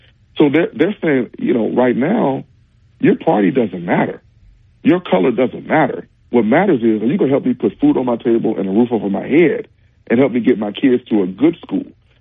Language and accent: English; Pine Bluff, Arkansas, United States; Could you imagine when we were growing up in Pine Bluff that if a second, a first, second, or third grader couldn't read, what would happen?